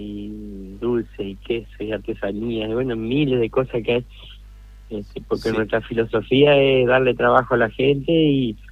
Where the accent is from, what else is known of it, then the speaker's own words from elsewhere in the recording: Entre Ríos, Argentina; accent: correntino; Y bueno, más o menos para ubicarlo geográficamente, estamos en noreste de Entre Ríos, contracorrientes, por eso hablamos medio correntinado.